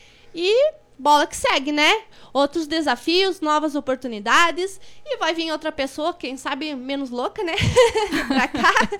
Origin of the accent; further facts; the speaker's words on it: Santo Ângelo, Rio Grande do Sul, Brazil; moved away as an adult; now in Santa Bárbara do Sul, Brazil; Faz 2 anos e 2 meses que eu estou aqui. Mas, no momento, eu vou voltar à minha cidade natal, Medianeira. Medianeira não, Medianeira mais adiante, né? Vou voltar a Santo Ângelo, né?